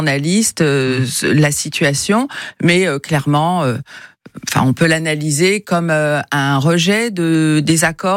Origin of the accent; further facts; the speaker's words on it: France; en tant que Française et catholique.